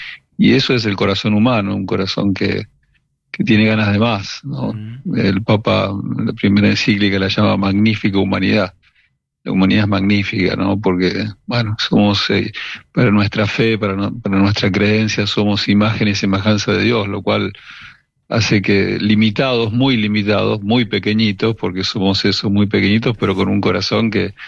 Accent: Argentina; Somos una Argentina

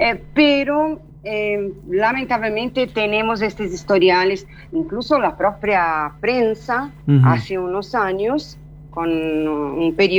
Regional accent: Brazil; nosotros brasileños vamos a estudiar, trabajar en Argentina

